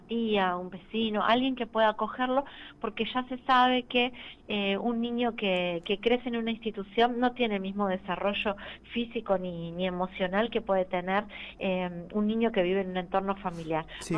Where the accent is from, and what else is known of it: Uruguay